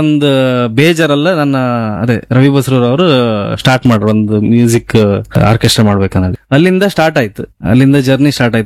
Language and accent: Kannada; Kundapura, Karnataka, India